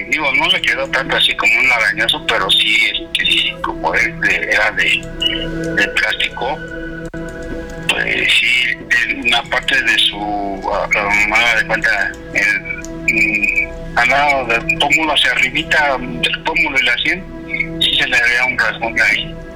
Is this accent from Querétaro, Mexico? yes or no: no; Mexico City, Mexico